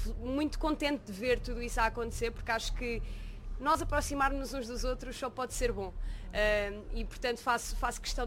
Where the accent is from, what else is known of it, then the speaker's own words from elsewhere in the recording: Lisbon, Portugal; eu cresci na Margem Sul, e desde miúda que a minha mãe, sendo brasileira